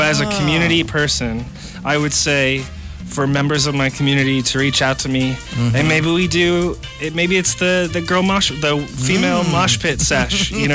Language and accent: English; Ohio, United States; moved away; I'm originally from Ohio.